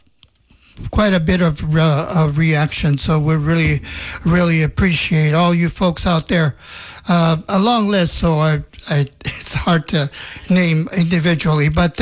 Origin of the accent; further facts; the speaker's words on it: Laredo, Texas, United States; I was born in Mexico, in Nuevo Laredo, Mexico, but I moved to Laredo, Texas, when I was like 7 years old. And now I'm in my 70s, and I've been here in the United States for most of my life now.